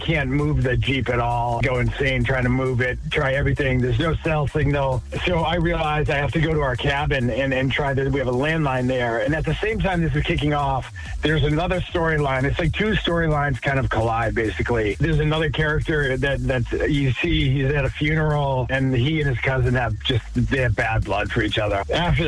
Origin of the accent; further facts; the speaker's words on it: Plymouth, Massachusetts, United States; born or raised there